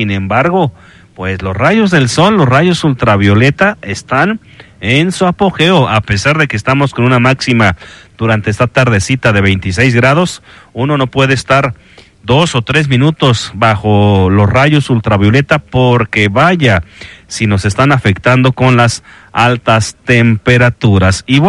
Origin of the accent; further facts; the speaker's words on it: Guerrero, Mexico; hemos sentido las y los guerrerenses